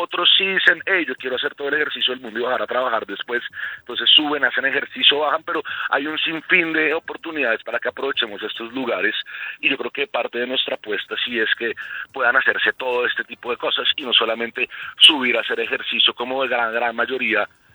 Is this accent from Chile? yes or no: no; Bogotá, Colombia; podamos en verdad identificarnos como bogotanos, colombianos